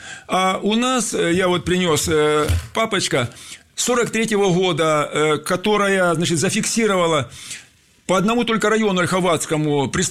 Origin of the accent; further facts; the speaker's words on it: Lizinovo, Voronezh Oblast, Russia; Но есть уникальная жемчужина архитектуры в моем родном селе Лизиново Карасшанского района.